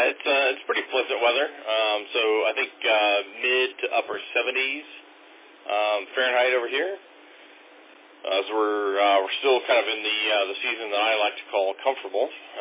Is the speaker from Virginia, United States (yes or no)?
no; Ohio, United States; now in Brisbane, Australia; I am originally from Ohio, actually, so just a bit, I think, northeast from you.